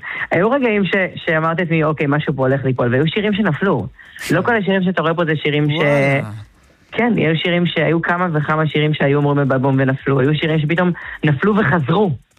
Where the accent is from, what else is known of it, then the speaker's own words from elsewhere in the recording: Ramat Gan, Tel Aviv District, Israel; אז אני גדלתי ברמת גן, אני born and raised שם, מילדות.